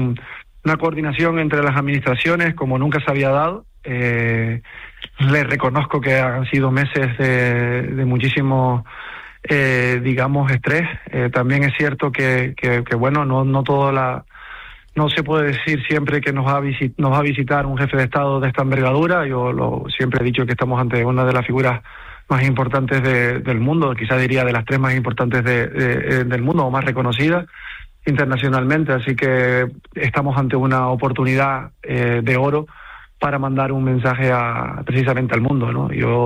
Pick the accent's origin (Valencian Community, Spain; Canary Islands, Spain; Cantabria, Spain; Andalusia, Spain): Canary Islands, Spain; San Cristóbal de La Laguna; me siento orgulloso como lagunero, me siento orgulloso como canario